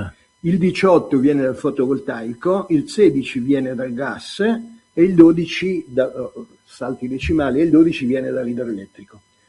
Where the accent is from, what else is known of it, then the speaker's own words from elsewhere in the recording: Milan, Lombardy, Italy; Siccome sono di Loreto, no, piazzale Loreto.